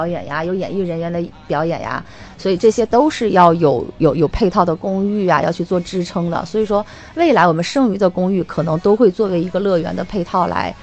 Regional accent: Northeast China, China; now in Hainan, China; 是我觉得在海南我自己认为最好吃，因为咱们东北人都很爱吃烧烤嘛。

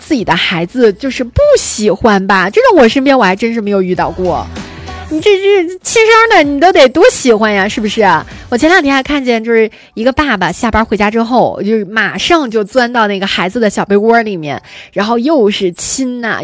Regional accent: Northeast China, China; moved away; 因为我是东北的嘛

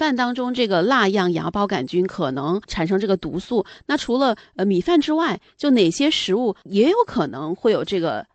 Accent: China; 炒饭是我们中国人非常喜欢吃的一种食品，

